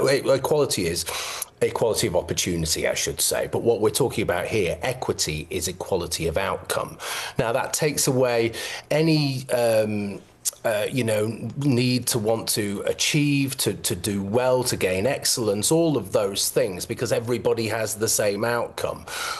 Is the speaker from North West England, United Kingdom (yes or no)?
yes; Manchester, North West England, United Kingdom